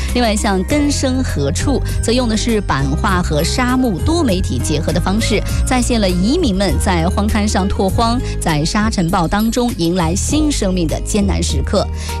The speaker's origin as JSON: {"language": "Chinese", "region": "Northwest China", "country": "China", "said": "因为其实我是北方人，西北人嘛，就是我们说话其实比较硬的"}